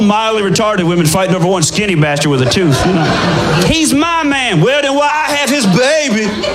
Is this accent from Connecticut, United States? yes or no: no; Oklahoma, United States; I'm from Oklahoma. I'm lucky to be upright.